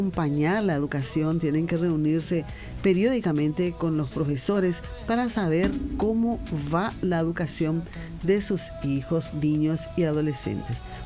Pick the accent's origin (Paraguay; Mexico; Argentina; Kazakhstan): Paraguay